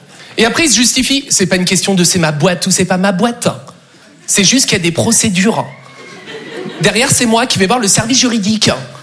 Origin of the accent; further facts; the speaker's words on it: Lyon, Auvergne-Rhône-Alpes, France; now in Paris, France; je suis originaire de province, je suis originaire de Lyon. Et c'est vrai qu'avant de m'installer sur Paris, j'avais des petites appréhensions sur cette ville, tu vois.